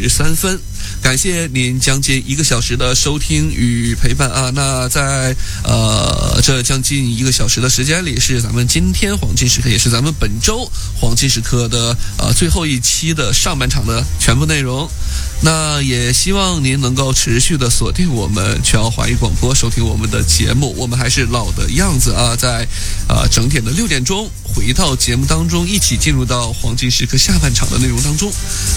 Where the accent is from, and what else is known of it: Australia